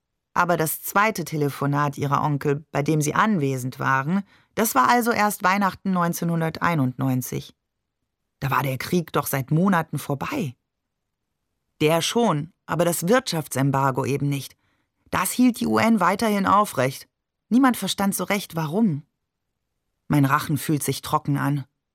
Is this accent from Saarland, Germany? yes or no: yes; Saarbrücken, Saarland, Germany; Wo auch immer wir Heiligabend verbrachten, bei uns in Saarbrücken gab es jedes J